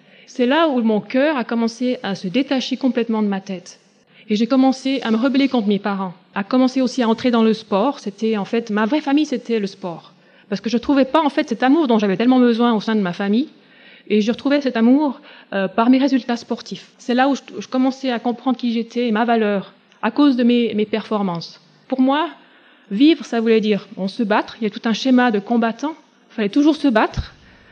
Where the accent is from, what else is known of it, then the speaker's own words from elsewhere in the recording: Lausanne, Vaud, Switzerland; Moi, je suis originaire de Lausanne, une famille chrétienne avec un frère et une sœur.